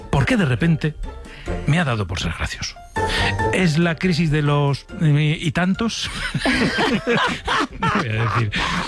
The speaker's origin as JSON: {"language": "Spanish", "region": "Navarre", "country": "Spain", "said": "pero eso para mí, que soy navarro, es demasiado fácil."}